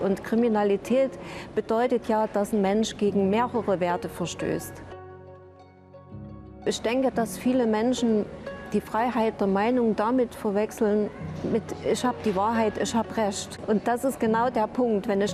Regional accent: Chemnitz, Saxony, Germany; born there; Ich bin in Karl-Marx-Stadt geboren und dann zur Chemnitzerin geworden.

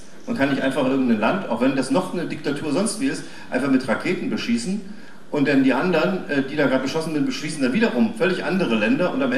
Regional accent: Saxony, Germany; Ich komme ja nun aus der Grenzregion und da haben wir über Jahre immer wieder gesagt, es gibt in Pappmannsdorf das große Tanklager. Von dort aus wird das Erzgebirge, und zwar auf beiden Seiten der Grenze, beliefert

